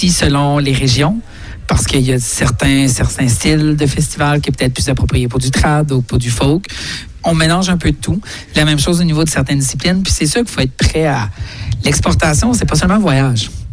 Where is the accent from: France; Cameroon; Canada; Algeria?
Canada; Et le sommet 2028 aura lieu chez nous, au Canada.